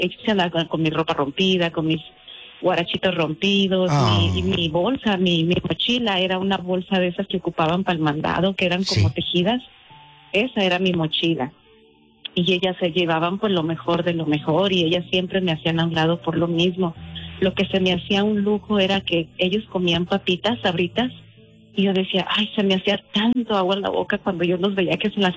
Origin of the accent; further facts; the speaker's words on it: Durango, Mexico; now in United States; y una vez yo regresé a Durango, hace 10 años fui a Durango, a mi tierra